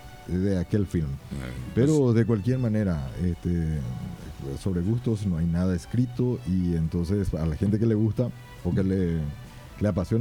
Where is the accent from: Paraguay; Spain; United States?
Paraguay; yo soy bien paraguayo.